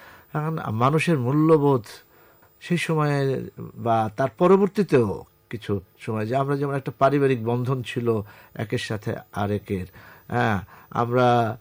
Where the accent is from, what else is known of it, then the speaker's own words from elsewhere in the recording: Dhaka, Dhaka Division, Bangladesh; also born or lived in Manikganj; আমি তো বেড়ে উঠেছি আসলে ঢাকায়, আমি আমার বয়স 3-4 বছর পর্যন্ত আমি গ্রামে ছিলাম। তারপরে আব্বার যখন কোয়ার্টার পেল ধানমন্ডিতে, ধানমন্ডি গভর্নমেন্ট বয়েজ হাই স্কুলে, আব্বা তো শিক্ষক ছিলেন ইংলিশের এবং হোস্টেল সুপারিনটেন্ট, তা আমরা 63 সালে ঢাকায় চলে এসেছি।